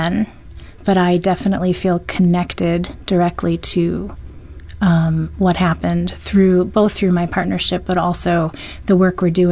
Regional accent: New England, United States; moved away as an adult; now in St. Louis, United States; Well, I spent most of my life in the Northeast in New England, and I moved here in 2023 with my partner

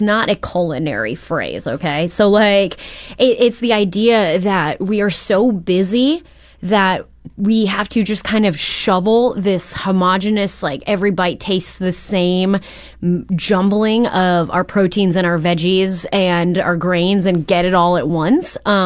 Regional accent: St. Louis, Missouri, United States; I grew up in St. Louis and St. Charles County

